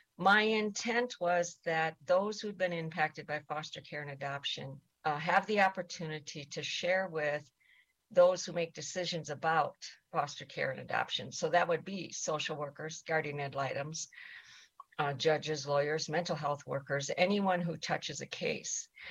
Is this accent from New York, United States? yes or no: no; South Dakota, United States; I am from the Sichangu Lakota from the Rosebud Reservation in South Dakota.